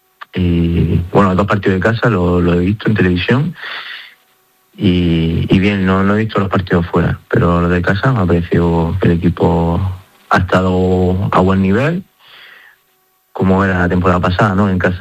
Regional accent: Spain; moved away as an adult; now in Ukraine; somos ya 5 españoles en el cuerpo técnico

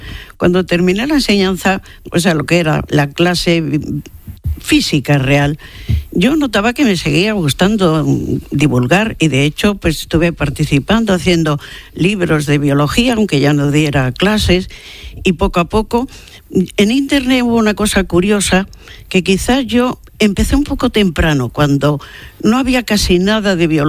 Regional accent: Andalusia, Spain

